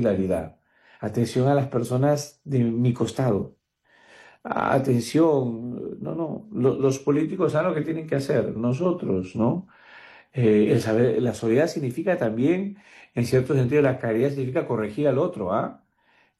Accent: Peru; Que vivamos como peruanos de fe

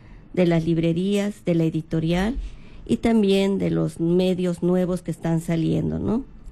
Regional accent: Bolivia; now in Peru; Yo soy boliviana, por ejemplo. He venido me han mandado aquí para hacer misión.

